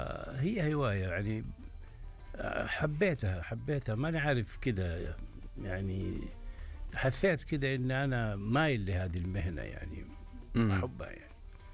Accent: Medina, Medina Province, Saudi Arabia; also born or lived in Cairo, Egypt; أنا نشأت في المدينة المنورة طبعا، ولدت ونشأت فيها. ولدت في القاهرة ولكن نشأت في المدينة.

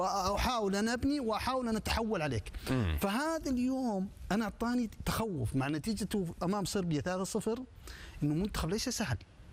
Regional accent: Saudi Arabia; احنا كسعوديين

